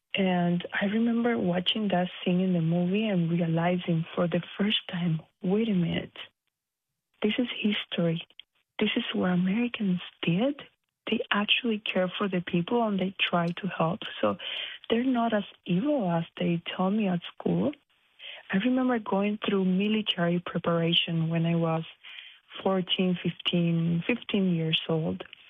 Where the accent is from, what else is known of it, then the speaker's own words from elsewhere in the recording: Cuba; Growing up in Cuba, we were taught constantly that the U.S. was going to come to Cuba and invade us